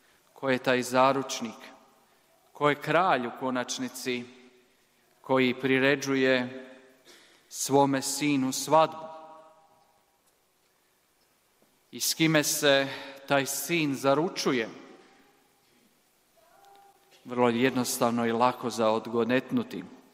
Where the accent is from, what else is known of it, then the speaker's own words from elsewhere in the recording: Croatia; Kao mi smo vjernici, mi smo katolici, Hrvati, trsimo se, obješavamo grbove